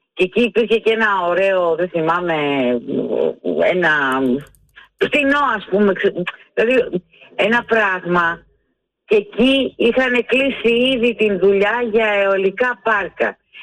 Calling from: Eastern Macedonia and Thrace, Greece; Από εκεί είμαι, από τον Εύρο είμαι.

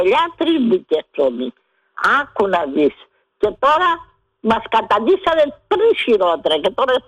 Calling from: Spata, Attica, Greece; από τα Σπάτα.

